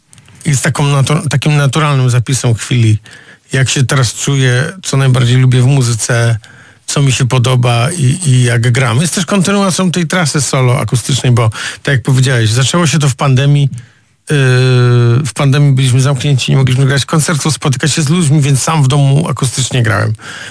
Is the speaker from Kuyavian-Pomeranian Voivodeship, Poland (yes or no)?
no; Silesian Voivodeship, Poland; born there; ja pamiętam w podstawówce, mieszkając na Górnym Śląsku